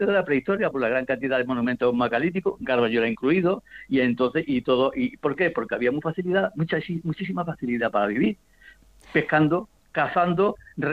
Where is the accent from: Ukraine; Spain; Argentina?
Spain; Extremadura; yo soy de la Siberia.